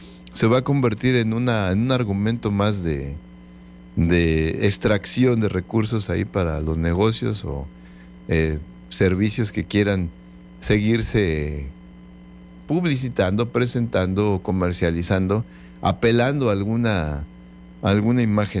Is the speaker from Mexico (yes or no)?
yes; Mexico; Ya no somos todos mexicanos